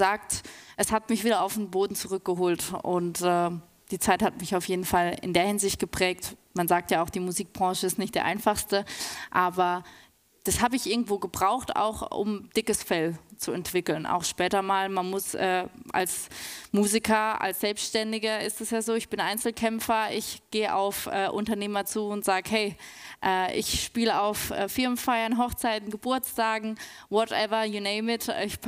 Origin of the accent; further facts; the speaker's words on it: Baden-Württemberg, Germany; Ich komme aus Aachen, aus dem Ortenaukreis.